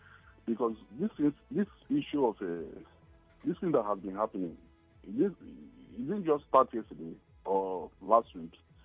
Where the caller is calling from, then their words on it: Nigeria; I'm calling from Enelewu.